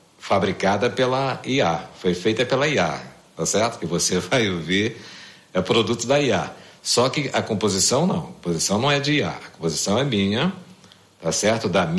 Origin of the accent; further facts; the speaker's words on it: Xapuri, Acre, Brazil; moved away; Lá da minha cidade, Chapuri